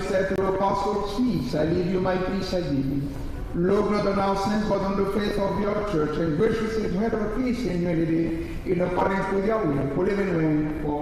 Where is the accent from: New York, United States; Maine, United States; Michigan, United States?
New York, United States; He's from New York and I was raised in New York.